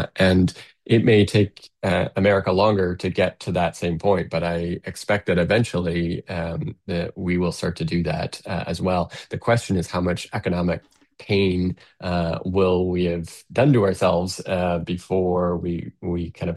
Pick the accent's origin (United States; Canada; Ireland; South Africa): Canada; My home country is Canada